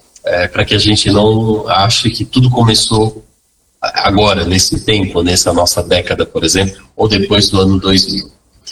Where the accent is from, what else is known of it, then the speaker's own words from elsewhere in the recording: São Paulo, Brazil; eu sou natural de São Paulo, capital, e cresci com minha mãe ouvindo os cassetes